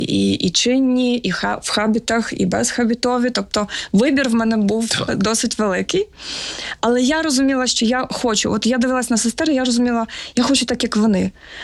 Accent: Zhytomyr, Zhytomyr Oblast, Ukraine; born there; Я народилася в Житомирі в християнській родині.

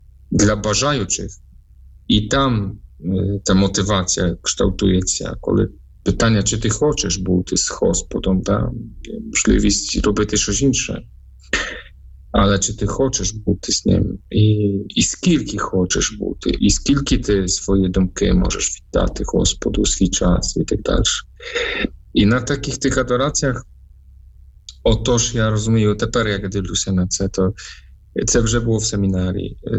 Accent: Poland; Ukrainian is a second language; тому що я з Польщі.

